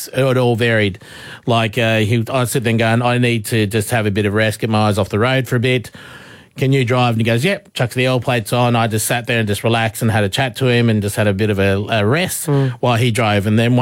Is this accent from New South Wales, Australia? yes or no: yes; Broken Hill, New South Wales, Australia; now in Gold Coast, Australia; driving back to my hometown of Broken Hill, which is 18 hours away.